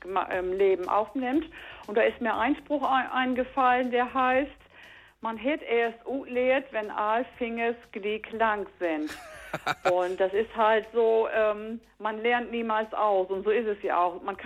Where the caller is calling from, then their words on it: Großmidlum, Lower Saxony, Germany; Ich rufe aus Großmittlum an.